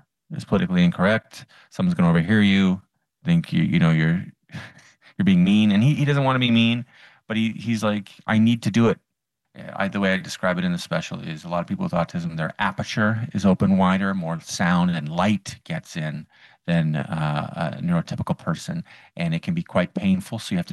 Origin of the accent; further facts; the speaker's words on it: Ottawa, Ontario, Canada; I opened for Nate Bargatze in Ottawa, my hometown, at the hockey arena in front of 18,000 people.